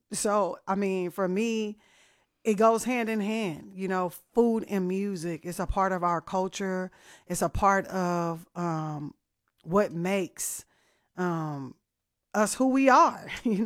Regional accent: Oakland, California, United States; I am from Oakland, California, but my father is from Austin and my grandmother is from Austin.

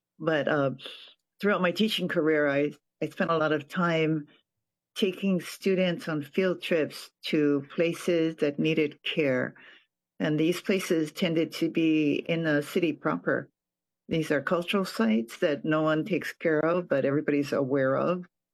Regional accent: Honolulu, Hawaii, United States; also born or lived in Hilo; I was born in Hilo on Hawaii Island, which is like now considered, I think, more country.

